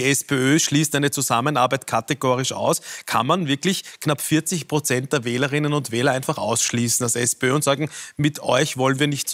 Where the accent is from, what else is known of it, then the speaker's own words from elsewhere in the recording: Vienna, Austria; heute 88 Jahre, sind 1937 geboren in Wien, in Hernals, in meinem Heimatbezirk übrigens, Sohn eines Eisengießers mit einer Schwester in ärmlichen Verhältnissen.